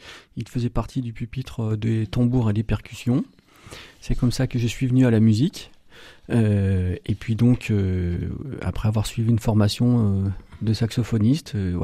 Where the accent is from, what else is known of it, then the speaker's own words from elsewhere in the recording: Ambérieu-en-Bugey, Auvergne-Rhône-Alpes, France; je suis originaire du département de l'Ain, plus précisément à Ambérieu-en-Bugey